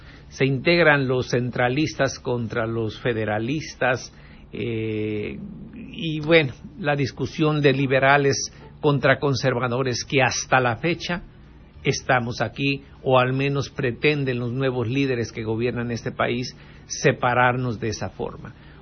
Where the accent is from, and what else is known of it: Mexico